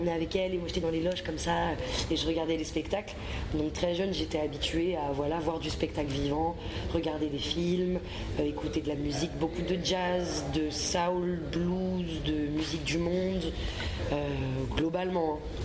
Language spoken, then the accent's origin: French; France; je suis un projet francophone, je suis française.